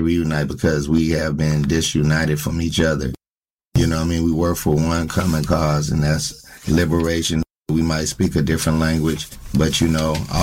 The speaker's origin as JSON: {"language": "English", "town": "San Francisco", "region": "California", "country": "United States", "tie": "born or raised there", "said": "I'm born and raised in San Francisco, Hunters Point."}